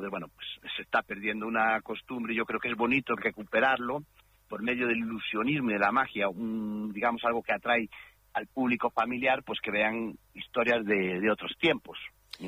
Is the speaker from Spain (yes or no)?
yes; Galicia, Spain; Sí, o sea, yo soy de Galicia, por si no se nota. El afilador es una profesión gallega.